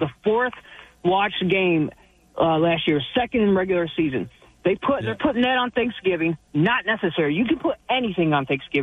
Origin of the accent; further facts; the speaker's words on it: New York, United States; now in Alabama, United States; That's where I'm calling from now, but I was raised in the South. My mother's from up there. I mean, I was raised in Western New York.